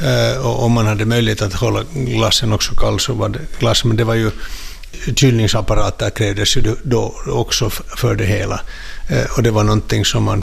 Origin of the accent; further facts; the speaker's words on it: Helsinki, Uusimaa, Finland; som helsingforsare tycker jag det hör till